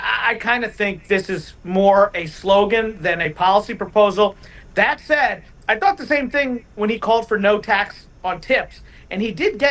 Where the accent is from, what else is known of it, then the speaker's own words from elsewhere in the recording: Virginia, United States; I didn't like it when Democrats attempted it in my home state of Virginia.